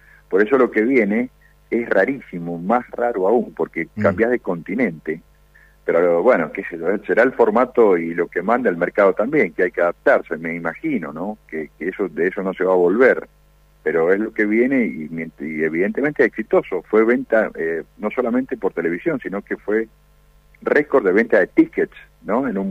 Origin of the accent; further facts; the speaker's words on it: Mendoza, Argentina; para nosotros, como mendocinos en el deporte